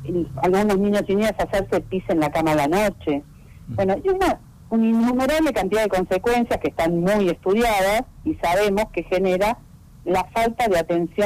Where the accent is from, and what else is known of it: Argentina